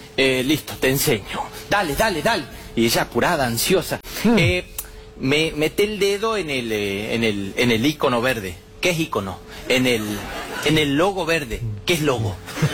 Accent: Famaillá, Tucumán, Argentina; moved away; en mi pueblo, allá en Famaillá, Tucumán, Argentina, yo soy del interior, del interior, del interior. Soy el inferior del país, me siento

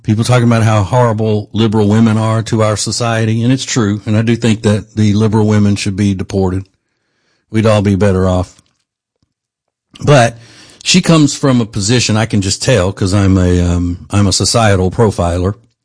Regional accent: Charlotte, North Carolina, United States; Here I am from Charlotte, North Carolina, where I work and thrive in a big dangerous city.

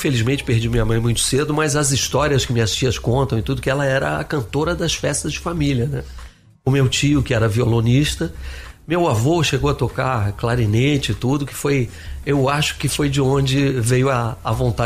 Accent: Brasília, Federal District, Brazil; moved away as an adult; now in Rio de Janeiro, Brazil; Meu pai foi transferido pra lá na época, nós somos cariocas e... Eu acabei crescendo lá. Eu fui com 3 anos de idade para Brasília. Então, e saí de lá com 21. Para voltar para as origens, para o Rio ali. Até porque ainda era uma época, isso foi em 86

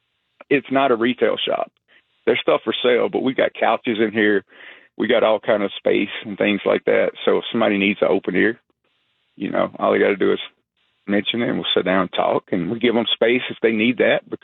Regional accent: Louisiana, United States; now in Kenosha, United States; I'm originally from Louisiana.

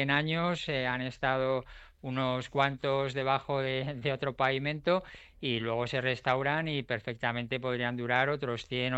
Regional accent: Pinoso, Valencian Community, Spain; also born or lived in Alicante; Alicante, nací en Alicante, pero Pinoso ha sido como yo pasé mi infancia, que tengo unos recuerdos increíbles, hasta los 11, 12 años en Rodriguillo, Pinoso, una aldeíta de Pinoso.

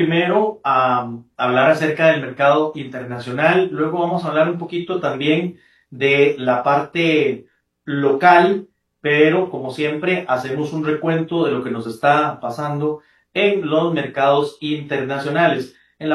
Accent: Cartago, Costa Rica; allá en mi provincia de Cartago

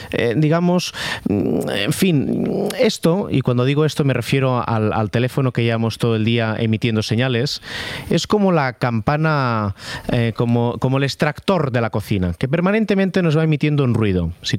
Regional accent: Catalonia, Spain; aunque yo vengo del futuro, porque vengo de Cataluña y ya hemos pasado por procesos similares.

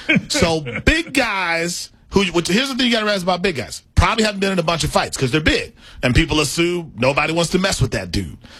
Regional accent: Milwaukee, Wisconsin, United States; Well, I just went to my brother's wedding in Milwaukee. I'm from Milwaukee.

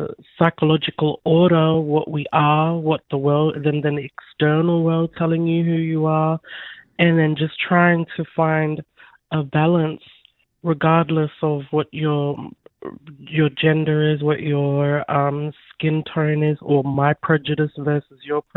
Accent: Mimili, South Australia, Australia; And I'm from Mimli community. Arnungu Kidindara Yankundara lands in Central Australia.

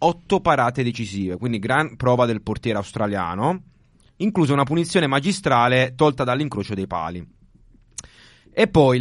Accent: Reggio Emilia, Emilia-Romagna, Italy; tra l'altro squadra che gioca vicino a casa mia, dove sono cresciuto, a Reggio Emilia.

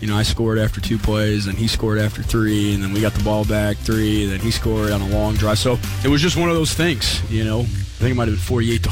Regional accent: Michigan, United States; And you know, I'm from Michigan. You know, I'm from an hour down the road, and I really wanted to get back closer to home.

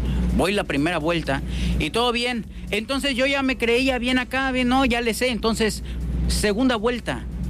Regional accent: Acapulco, Guerrero, Mexico; Para los que somos de aquí de Acapulco

